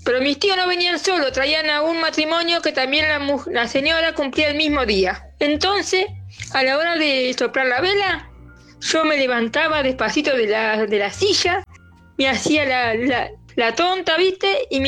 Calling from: Argentina; de Beruti.

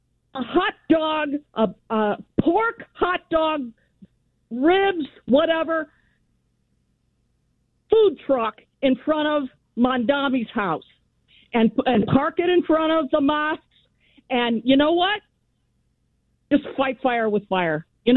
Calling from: Ohio, United States; Now, I know I'm calling from Ohio. OK, maybe I don't have a skin in this game, but I listen to you guys every single night

